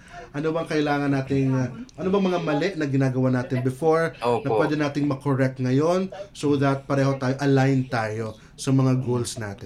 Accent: Panaon, Misamis Occidental, Philippines; Originally from Panaon, Misamis Occidental.

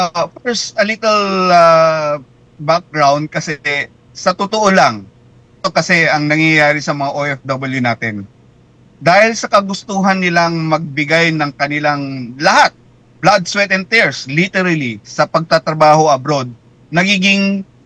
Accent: Cagayan Valley, Philippines; now in Metro Manila, Philippines; ako ho ay tubong Cagayan Valley. Although hindi ako doon nag-practice, tubong Cagayan Valley ako.

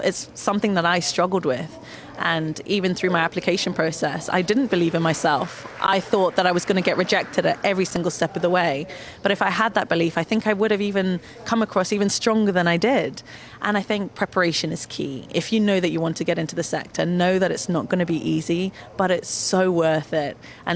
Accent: Zimbabwe; born there; I was born in Zimbabwe, and my dad had an engineering workshop alongside my grandfather.

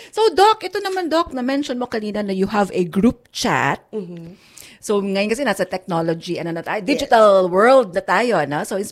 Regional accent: Visayas, Philippines; or sa own dialect pa nga, eh, pag kami, Bisaya

